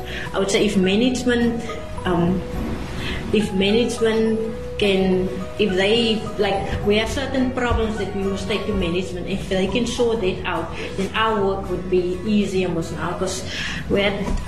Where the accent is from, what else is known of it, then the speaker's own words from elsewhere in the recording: Ceres, Western Cape, South Africa; moved away as an adult; now in Langebaan, South Africa; I'm currently living in Langebaan. I'm from Ceres. So 2010, when I started here, I came from Ceres.